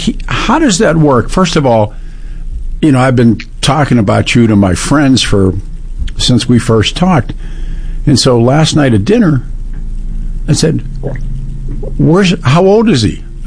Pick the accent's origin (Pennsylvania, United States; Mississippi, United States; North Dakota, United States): Pennsylvania, United States; Pittsburgh; I grew up in Pittsburgh.